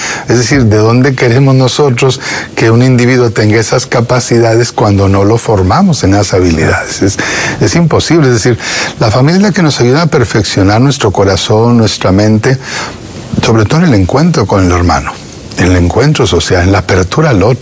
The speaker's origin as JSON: {"language": "Spanish", "town": "Parral", "region": "Chihuahua", "country": "Mexico", "also_born_or_lived": "Ciudad Juárez", "said": "nosotros llegamos con una familia migrante, nos trasladamos de Parral, Chihuahua, al sur del estado de Chihuahua, en México, hacia Ciudad Juárez en 1980."}